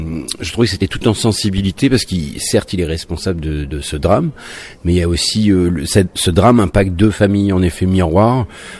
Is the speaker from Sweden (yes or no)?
no; Hauts-de-France, France; Je viens de Picardie moi-même, et il y a beaucoup de chasseurs dans notre région.